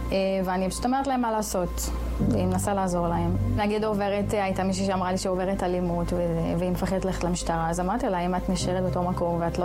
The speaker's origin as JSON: {"language": "Hebrew", "town": "Kafr Manda", "region": "Northern District", "country": "Israel", "tie": "born or raised there", "said": "אני גדלתי בכפר מנדזי, כפר ערבי מוסלמי. כיום אני רואה את עצמי ישראלית לכל דבר."}